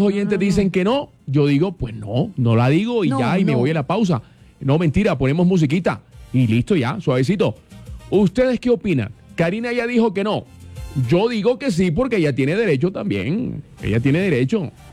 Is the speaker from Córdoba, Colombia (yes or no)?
no; Barranquilla, Atlántico, Colombia; Y es que nosotros los barranquilleros no hablamos así.